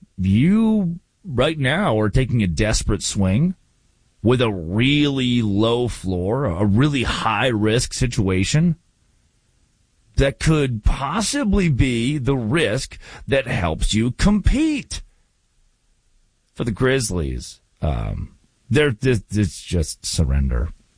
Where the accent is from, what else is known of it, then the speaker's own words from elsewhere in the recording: Arkansas, United States; When I was growing up in Arkansas, it was the closest.